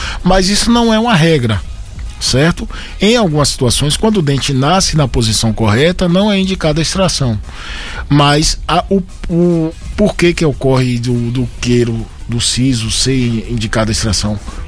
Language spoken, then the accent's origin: Portuguese; Rui Barbosa, Bahia, Brazil; born there; Sou de Rui Barbosa, sim. Nasci em Rui Barbosa.